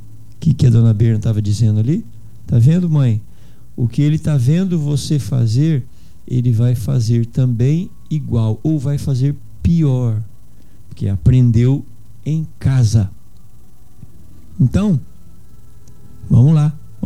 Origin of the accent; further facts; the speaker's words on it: Brazil; eu sou brasileiro também.